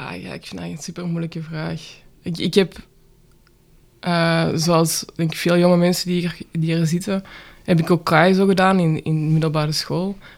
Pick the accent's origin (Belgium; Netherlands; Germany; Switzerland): Belgium; Antwerp, Flanders; als Antwerpenaar.